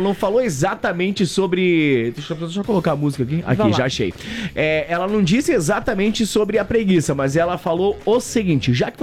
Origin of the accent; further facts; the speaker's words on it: Coronel Freitas, Santa Catarina, Brazil; Inclusive, tem uma festa, Duda, que acontece todos os anos lá na minha cidade, em Coronel Freitas.